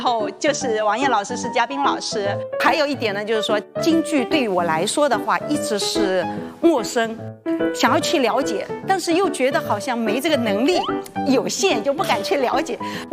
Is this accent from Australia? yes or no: yes; Sydney, New South Wales, Australia; 我是来自澳大利亚悉尼的粤剧票友